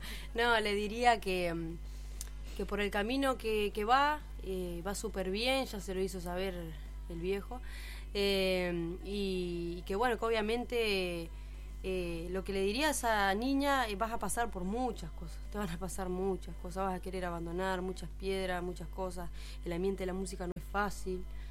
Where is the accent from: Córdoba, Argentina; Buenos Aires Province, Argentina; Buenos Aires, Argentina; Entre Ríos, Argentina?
Entre Ríos, Argentina; Hernandarias; Festival del Yeso allá de mi pueblo, del Minero, perdón, de mi pueblo. Bueno, el festival del Yeso de allá de Hernandarias